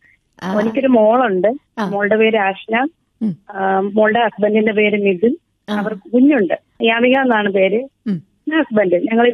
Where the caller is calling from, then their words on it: Nalanchira, Kerala, India; ഞാൻ നാലാന്തരയിൽ നിന്നാണ് വിളിക്കുന്നത്.